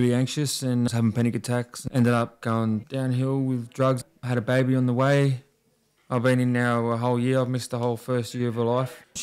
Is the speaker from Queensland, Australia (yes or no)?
no; Maroubra, New South Wales, Australia; I'm a proud Dungutty man. I grew up getting around Maroubra and that. All my cousins and stuff like that are all up at Kempsey.